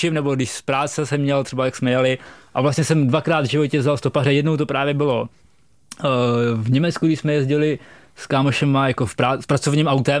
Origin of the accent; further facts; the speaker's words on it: Chotěboř, Vysočina Region, Czechia; No a jednou dokonce v mém rodním městě, jako v Chotěboři, tam stopoval na konci města nějaký týpek